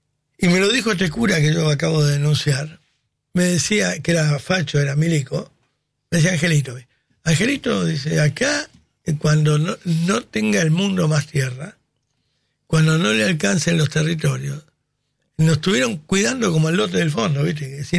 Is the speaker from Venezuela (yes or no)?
no; Argentina; si seguimos siendo argentinos